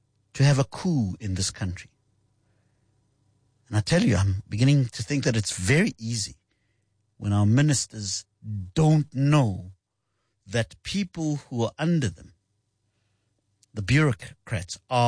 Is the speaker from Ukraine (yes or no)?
no; South Africa; we share this identity that we are South African. These are my countrymen. These are South Africans. I share that identity with them.